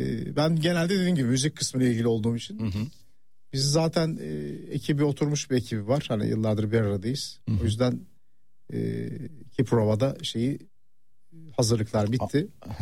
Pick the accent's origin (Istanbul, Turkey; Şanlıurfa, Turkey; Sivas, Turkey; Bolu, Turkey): Istanbul, Turkey; Ben Taksim'de doğdum. Yani ilk doğduğum ev, hatta yıllarca orada oturduk.